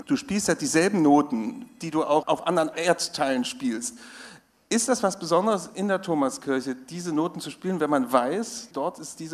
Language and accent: German; Leipzig, Saxony, Germany; Jetzt möchte ich als Leipziger auch nochmal fragen